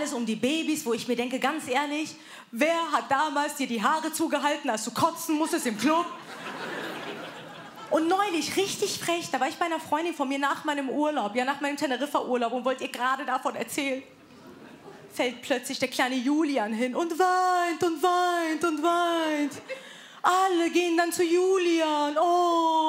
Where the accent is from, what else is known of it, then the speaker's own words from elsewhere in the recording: Wiesbaden, Hesse, Germany; Da, wo ich herkomme, wird es einfach zugetackert und gut ist. Und damit meine ich nicht Iran, sondern Wiesbaden.